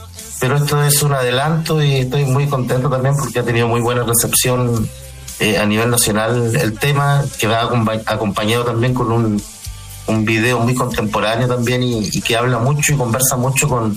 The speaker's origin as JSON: {"language": "Spanish", "town": "Copiapó", "region": "Atacama", "country": "Chile", "moved": "yes", "lives_now": "La Serena, Chile", "said": "Yo soy de provincia, soy de La Serena, soy copiapino, pero viviendo en La Serena."}